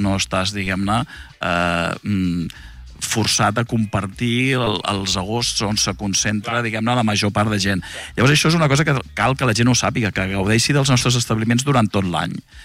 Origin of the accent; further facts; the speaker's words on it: Cambrils, Catalonia, Spain; Jo sóc de Cambrils.